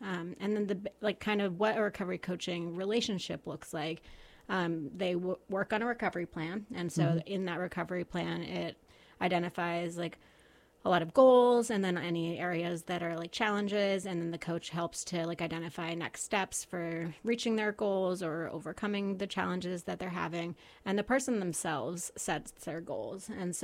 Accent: Worcester, Vermont, United States; And as I said, I grew up here in Vermont. I grew up right over near the Worcester Trailhead and spent a lot of time in nature, and was very tied into the Central Vermont community, having grown up here. I moved away for a lot of my young adulthood

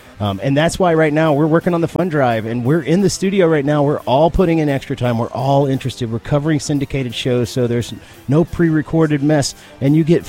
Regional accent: Mississippi, United States; one of the few things I'm grateful for growing up in Mississippi is the music.

